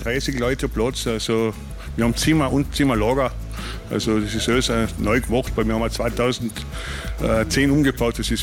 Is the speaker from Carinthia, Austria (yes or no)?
yes; Malta, Carinthia, Austria; Ja, also ich bin eigentlich ein Maltatroll, ich komme aus Malta.